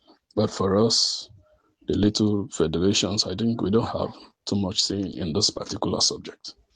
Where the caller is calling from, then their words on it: Bo, Southern Province, Sierra Leone; I'm calling from Bose City, Southern Sierra Leone.